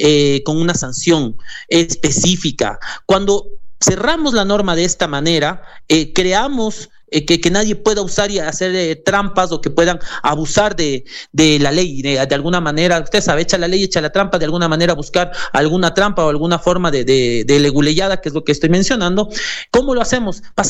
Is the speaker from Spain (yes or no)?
no; Ecuador; Que mientras nosotros como ecuatorianos entendamos que servir de caudillos o hacer normas que sirvan simplemente a gobiernos de turno, jamás en la vida va a progresar este país.